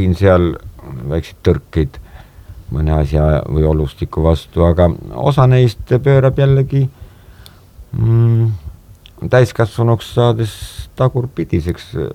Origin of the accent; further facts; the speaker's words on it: Paide, Järva County, Estonia; hakkasin ma ikka mäletama asju oma lapsepõlves Paide linnas